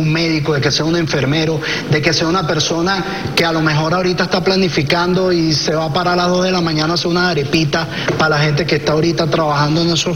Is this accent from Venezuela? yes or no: yes; Venezuela; estamos defendiendo lo que nos caracteriza como nación venezolana.